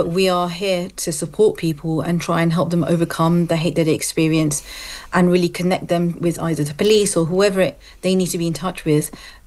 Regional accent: London, United Kingdom; I grew up in London, but I've also lived in other parts of the country as well.

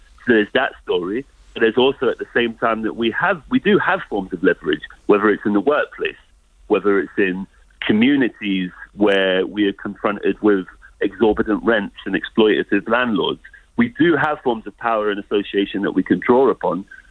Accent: London, United Kingdom; now in Stoke-on-Trent, United Kingdom; the working classes in places like where I live today, Stoke-on-Trent, do not have anything in common with the working classes in places like where I grew up in London.

